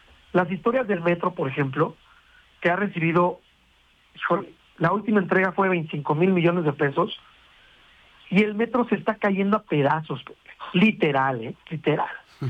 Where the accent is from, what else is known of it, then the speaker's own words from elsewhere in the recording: Mexico City, Mexico; Yo soy chilango 100%